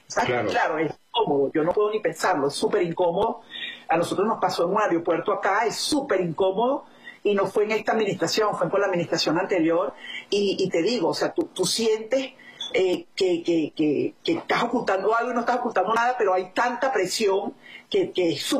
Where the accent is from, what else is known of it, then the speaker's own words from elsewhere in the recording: Venezuela; moved away; lo más lamentable que nos puede pasar a nosotros como venezolanos en el exterior, como nos llaman la diáspora, los venezolanos en el exilio, aquellos venezolanos que realmente no podemos regresar en este momento a Venezuela